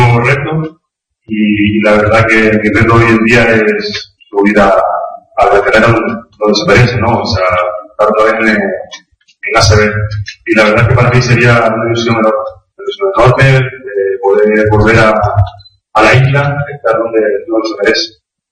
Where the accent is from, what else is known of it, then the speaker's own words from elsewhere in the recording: Canary Islands, Spain; born there; un orgullo representar a mi tierra, un sueño, porque siempre soñé en jugar en el equipo de mi tierra.